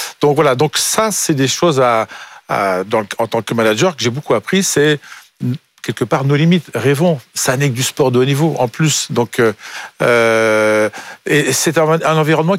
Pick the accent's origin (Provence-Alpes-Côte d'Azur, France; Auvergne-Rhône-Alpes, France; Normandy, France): Normandy, France; Alençon; moved away; j'arrivais de ma Normandie natale, de mon club donc sportif dans la ville d'Alençon